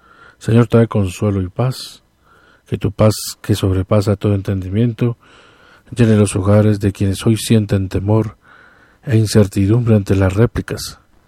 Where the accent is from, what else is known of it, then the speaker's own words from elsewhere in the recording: Colombia; Somos colombianos